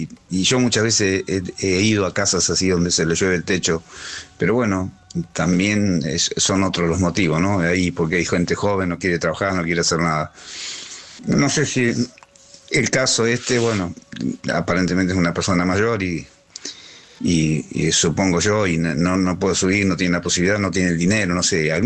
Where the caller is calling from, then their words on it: Puerto Madryn, Chubut, Argentina; de Puerto Madryn.